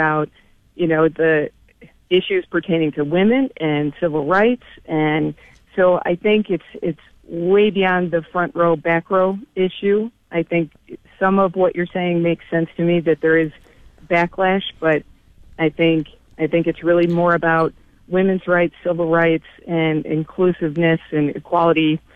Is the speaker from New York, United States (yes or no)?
yes; New York, United States; I grew up in the Southern Tier, moved to Rochester to go to school